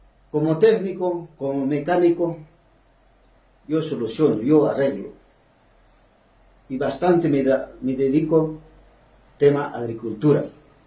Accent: Tambobamba, Apurímac, Peru; soy de natural de Tambobamba, de la provincia.

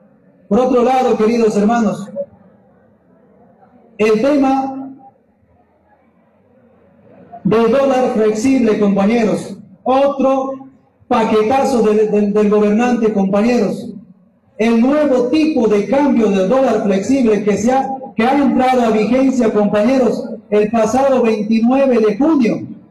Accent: Bolivia; como bolivianos y bolivianas

